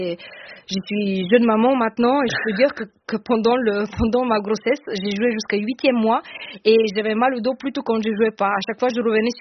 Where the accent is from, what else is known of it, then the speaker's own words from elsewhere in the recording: Bulgaria; French is a second language; now in France; quand je suis arrivée en France en 2004-2005, je n'avais pas encore un marimba 5 octaves, en fait, j'ai grandi en Bulgarie, dans une famille de musiciens